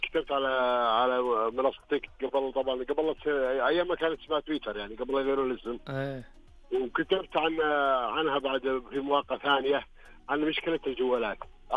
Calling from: Tabuk, Tabuk Province, Saudi Arabia

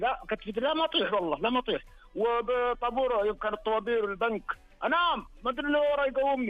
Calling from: Dammam, Eastern Province, Saudi Arabia; الدمام. انا من الدمام.

